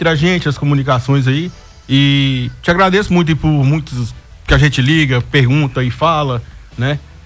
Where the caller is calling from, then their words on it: Goiás, Brazil; Nós que é do Goiás aqui